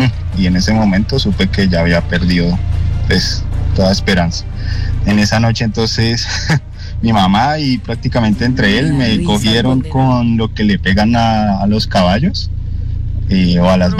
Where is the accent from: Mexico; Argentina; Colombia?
Colombia; Neiva, Huila; Pues mi confesión es, como yo crecí en Neiva, en una finca de la familia